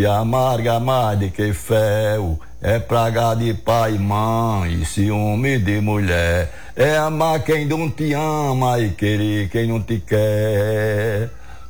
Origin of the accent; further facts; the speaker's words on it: Riachão do Dantas, Sergipe, Brazil; Eu fui nascido e criado lá no Riachão do Danta. Sou vaqueiro e aboio bem, tenho força na garganta.